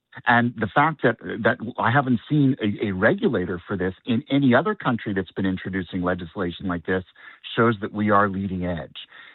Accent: Canada; that to me as a Canadian is unacceptable.

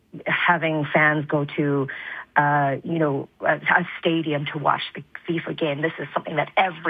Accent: Richmond, British Columbia, Canada; And so I was born and raised in Richmond, and it's a suburb of Vancouver, if you didn't know.

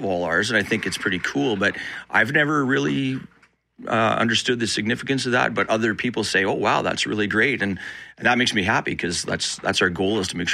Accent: Roland, Manitoba, Canada; moved away as an adult; also born or lived in Winnipeg, Canada / Carman, Canada; now in Pinawa, Canada; that was the biggest duration of my life I spent in Roland. Went to school in Carmen, but it started, I was just telling Greg, it started over on Stella Avenue here in the North End.

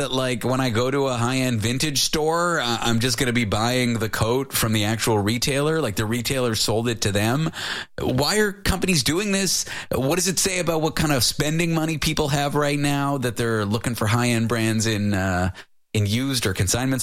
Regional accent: Toronto, Ontario, Canada; I grew up in Toronto.

